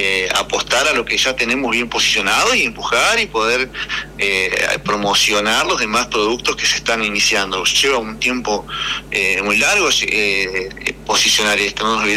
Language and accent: Spanish; Argentina; Eso lo sabemos todos, somos argentinos, así que sabemos cómo nos comportamos